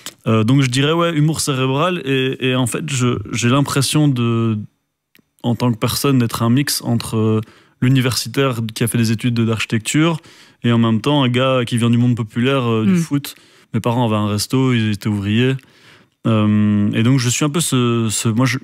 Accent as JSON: {"language": "French", "country": "Belgium", "said": "je pense qu'on peut en tant que Belge être fier de tout le talent"}